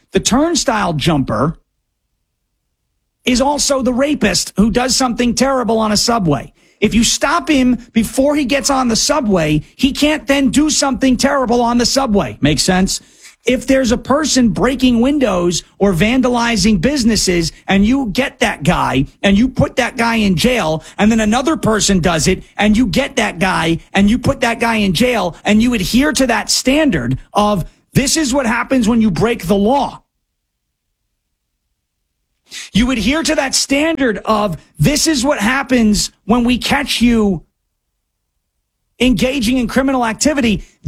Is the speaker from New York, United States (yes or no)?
yes; New York, United States; I grew up in New York. I spent 31 years of my 35 years on earth there. Born and raised on Long Island.